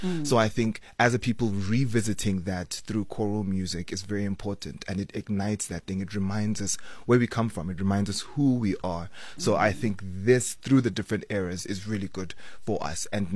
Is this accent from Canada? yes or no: no; South Africa; But as a South African people, as a nation, we love singing.